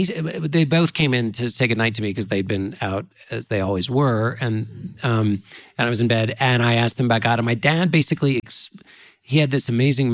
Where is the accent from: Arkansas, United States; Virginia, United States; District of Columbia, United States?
District of Columbia, United States; Washington